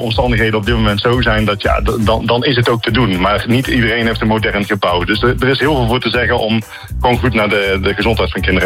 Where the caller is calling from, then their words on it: Etten-Leur, North Brabant, Netherlands; Uit Etten-Leur.